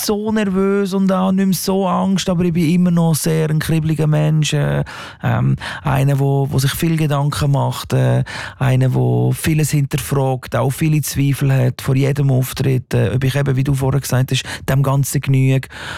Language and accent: German; Gelterkinden, Basel-Landschaft, Switzerland; Ich bin aus Geltenkind aus dem Basel-Land, habe dort eine Sekundarschule gemacht